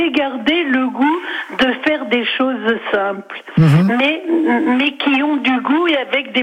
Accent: Normandy, France; born there; now in Rognes, France; je suis née en Normandie

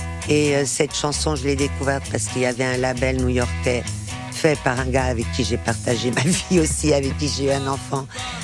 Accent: Portugal; born there; first language Portuguese; French is a second language; C'est ça, je suis née au Portugal.

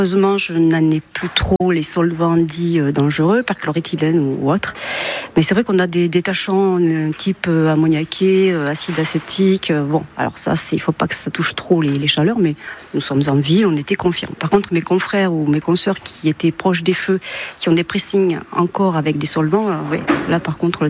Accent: Toulouse, Occitanie, France; Certainement, je suis toulousaine. Il faut que j'aille à Toulouse le fêter.

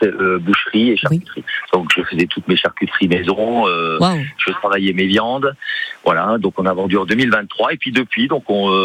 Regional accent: Grand Est, France; moved away as an adult; Moi, je suis lorrain à la base.

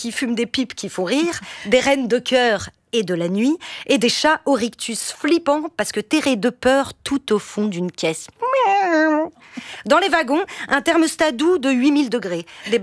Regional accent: Paris, Île-de-France, France; born there; Moi, je suis une fille du bitume, je connais pas les vaches, les champs, les jolies fleurs, je connais pas la verdure et la douceur, et non, je suis née à Paname, là où ça grouille

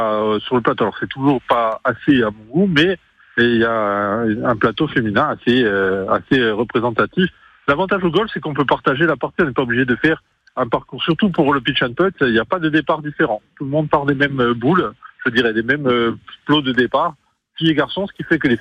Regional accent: Corsica, France; Moi, on est ici au Fiumourbe, donc c'est ma région d'origine.

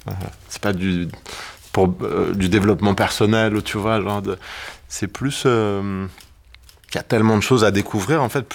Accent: Ivry-sur-Seine, Île-de-France, France; à Ivry-sur-Seine, là où j'ai grandi et où j'ai, voilà, où j'ai fait toutes mes jeunes années

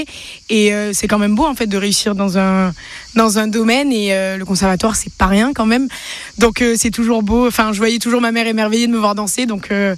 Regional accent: Avignon, Provence-Alpes-Côte d'Azur, France; Oui, c'est là où j'ai grandi, en fait, de mes 2 ans à mes 17 ans.

